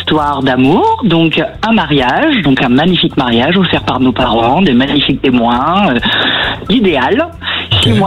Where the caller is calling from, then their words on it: Île-de-France, France; moi, je viens de Seine-et-Marne.